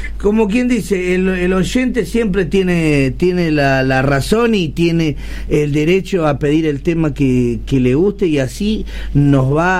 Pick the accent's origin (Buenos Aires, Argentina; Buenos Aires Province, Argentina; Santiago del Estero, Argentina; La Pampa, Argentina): Santiago del Estero, Argentina; Música típica, tradicional de nosotros los santiagueños